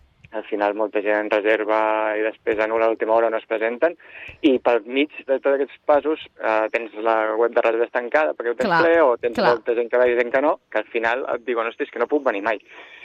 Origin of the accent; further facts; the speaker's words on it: Sitges, Catalonia, Spain; marxant del meu poble de Sitges i anant a Ribes